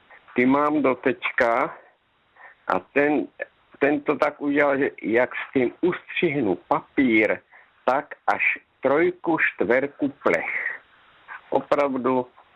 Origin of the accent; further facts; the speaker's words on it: Luka, Zlín Region, Czechia; now in Topolná, Czechia; Dobrý večer, ano, tady v Topolné, ale pocházím z Luku. Aha. A tam jsem se vlastně narodil doma, takže jako vzpomínky tam mám, ještě tam jezdím za sestrou.